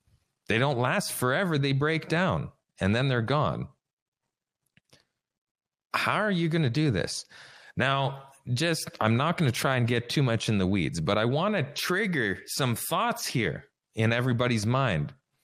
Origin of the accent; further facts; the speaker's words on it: Saskatchewan, Canada; moved away; back where I grew up in Saskatchewan